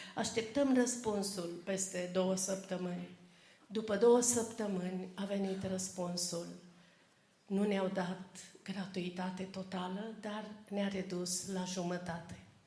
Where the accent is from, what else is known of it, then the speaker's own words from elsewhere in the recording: Romania; Eram oarecare din România pentru el.